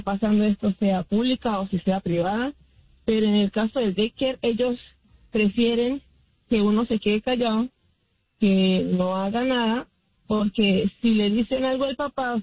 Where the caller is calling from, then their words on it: Utah, United States; Buenos días, estoy bien, en todo Utah.